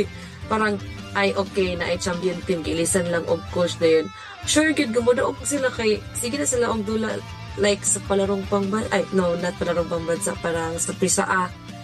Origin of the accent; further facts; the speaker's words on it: Quezon, Northern Mindanao, Philippines; born there; now in Malaybalay, Philippines; I'm from Quezon, Bukidnon, and currently residing here in Malaybalay City. My birthday is on October 29, 1994.